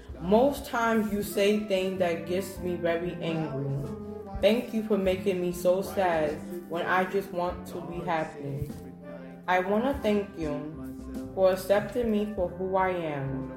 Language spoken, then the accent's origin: English; New York, United States; I'm 31 years old and I'm from the Bronx, New York.